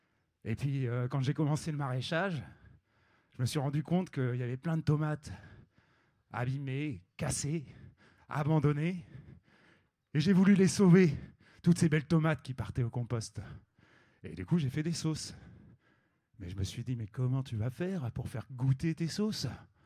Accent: Normandy, France; je suis très content d'être ici aujourd'hui à Dunkerque, parce que je viens pas d'ici, moi, je viens de Normandie.

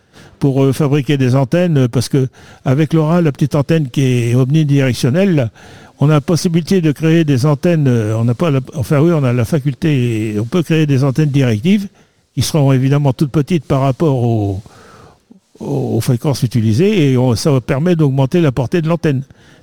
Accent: Issé, Pays de la Loire, France; born there; je suis né à Issé, moi, donc je suis né à côté.

